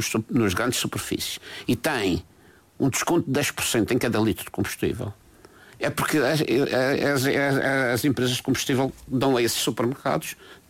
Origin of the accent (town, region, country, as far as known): Portugal